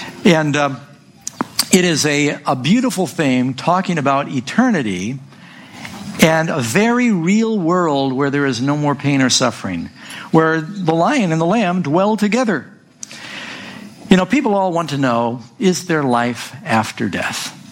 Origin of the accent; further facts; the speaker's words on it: New York City, New York, United States; Because I grew up in New York City, big city.